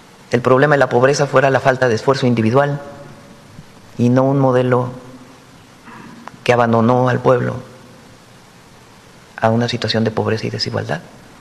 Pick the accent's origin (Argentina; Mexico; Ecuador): Mexico; Somos humanistas y somos mexicanos.